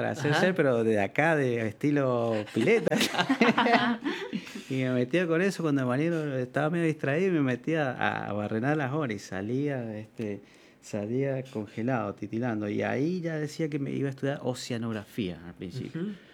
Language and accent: Spanish; Mendoza, Argentina; moved away as an adult; Yo soy oriundo de Mendoza.